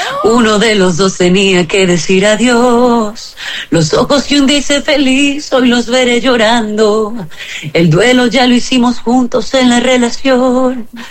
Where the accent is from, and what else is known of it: Ecuador